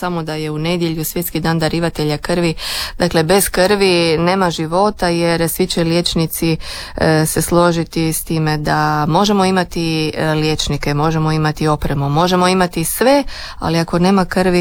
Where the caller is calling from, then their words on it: Pula, Istria County, Croatia; Iz Pule mogu vam svima poželjeti samo lijep, ugodan i miran vikend.